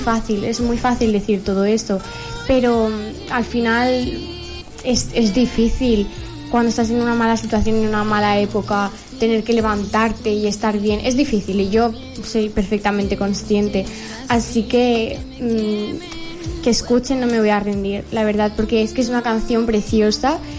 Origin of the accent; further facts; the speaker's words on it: L'Hospitalet de Llobregat, Catalonia, Spain; Yo soy de Hospitalet. ¡Olé! Hospitalet de Llobregat.